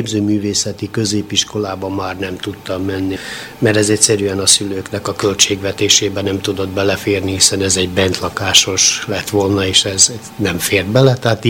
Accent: Horgoš, Vojvodina, Serbia; now in Canada; Én földműves szülőktől, tehát Horgoson, Vajdaságban, tehát Szeged és Szabadka közötti területen születtem. Ennek a maga előnye és hátránya is nyilván ugyanúgy megvolt, hiszen falu volt

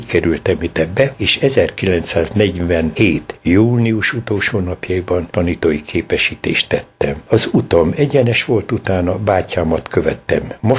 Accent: Pocsaj, Hajdú-Bihar, Hungary; Otthon töltöttük gyermekkorunkat, elemi iskolát Pocsajban, illetve Debrecenbe jártam a görögkatolikusba, majd polgáriskolába kerültem.

